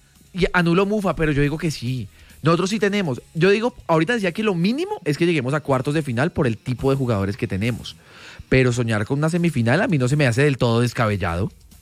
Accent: Colombia; yo fui de esos colombianos que en algún momento le tiraron a James

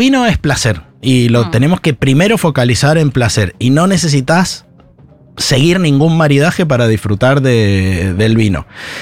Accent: Argentina

